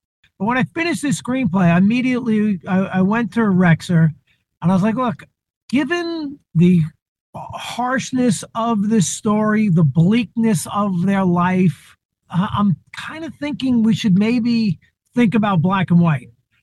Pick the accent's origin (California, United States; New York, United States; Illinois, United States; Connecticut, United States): New York, United States; Long Island; where I grew up on Long Island